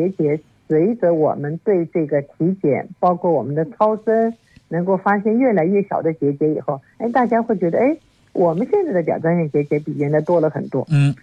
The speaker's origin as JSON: {"language": "Chinese", "country": "China", "said": "比如说我们中国人最缺的像铁啊、锌啊，"}